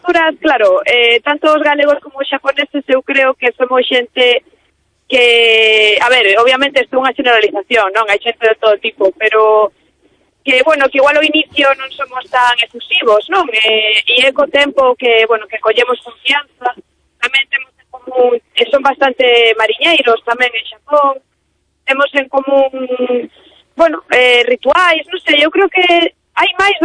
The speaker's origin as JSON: {"language": "Galician", "region": "Galicia", "country": "Spain", "also_born_or_lived": "Japan", "said": "E ao mesmo tempo son galega, non?"}